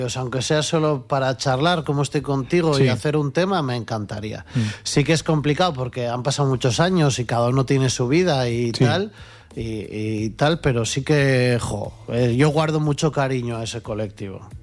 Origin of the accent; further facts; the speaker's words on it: Pamplona, Navarre, Spain; Yo soy de La Chantrea, ahora mismo vivo allá